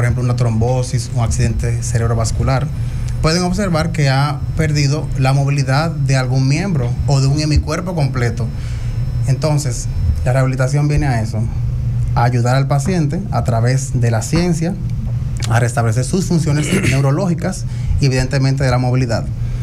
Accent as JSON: {"language": "Spanish", "region": "Barahona", "country": "Dominican Republic", "said": "esos jóvenes como yo que estamos pues apostando a un mejor Barahona"}